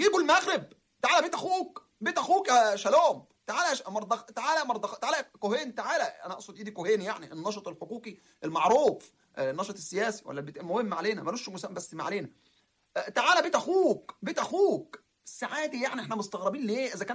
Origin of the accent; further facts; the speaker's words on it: Egypt; زي ما المناهج التعليمية عندنا في مصر اتغيرت